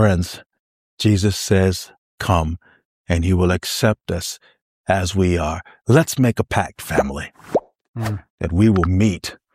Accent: the South, United States; And, you know, I'm from the South

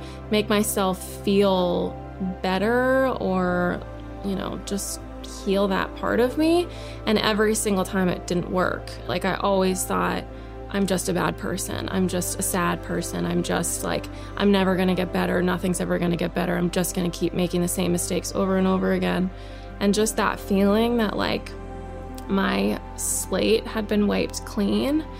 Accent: New York, United States; I grew up in New York. I was raised in a house where church was more about community and the holidays.

